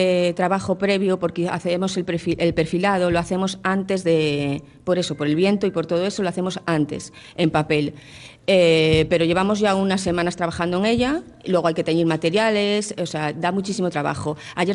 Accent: Castropol, Asturias, Spain; A ver, yo soy de Castropol, empiezo con el yo y me...

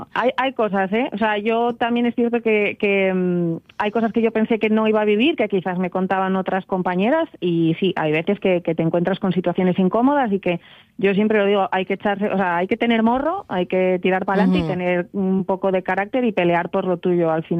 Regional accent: Asturias, Spain; vengo de Asturias

